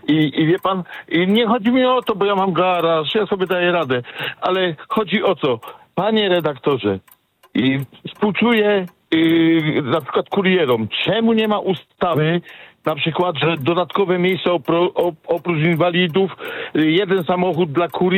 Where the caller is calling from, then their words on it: Katowice, Silesian Voivodeship, Poland; Ja z Katowic jestem. Mieszkam na dosyć dużym osiedlu, bardzo dużym. Jednym chyba z największych.